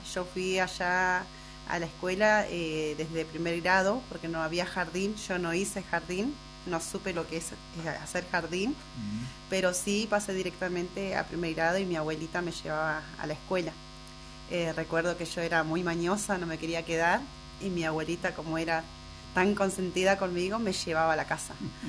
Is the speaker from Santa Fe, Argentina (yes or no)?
no; Mencué, Río Negro, Argentina; moved away; los recuerdos que yo tengo de mi crianza en Mencué, o sea, el pueblito de Mencué, para mí es mi raíz, es mi pueblo, es todo